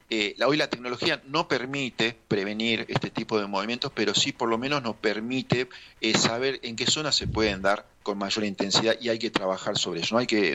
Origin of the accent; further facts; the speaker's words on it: Salta, Argentina; moved away; Yo soy originalmente también de Salta